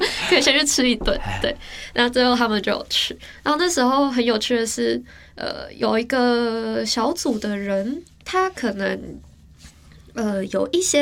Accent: Taiwan; 为了要给我们台湾人看。

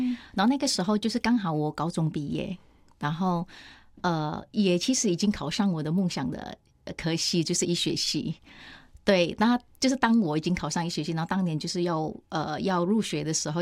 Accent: Indonesia; now in Taiwan; 对，暂时离开，来到台湾，对，是整个一个政治动荡当中的一个情况下。对，离开我的家乡，对，印尼。

